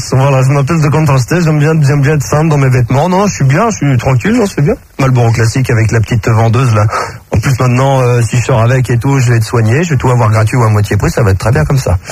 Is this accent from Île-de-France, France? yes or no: yes; Versailles, Île-de-France, France; born there